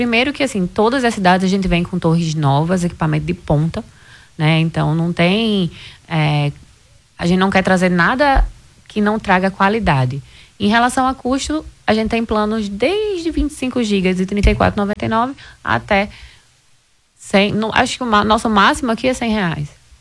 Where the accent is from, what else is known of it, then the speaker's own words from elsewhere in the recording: Natal, Rio Grande do Norte, Brazil; Eu sou de Natal, né?